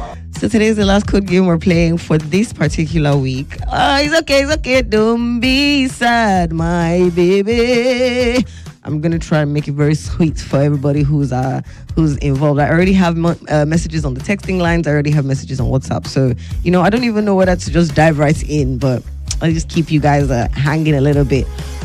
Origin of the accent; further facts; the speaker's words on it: Nigeria; accent: Yoruba; But you'll be able to hear some of the English words or English phonetics in my Yoruba accent.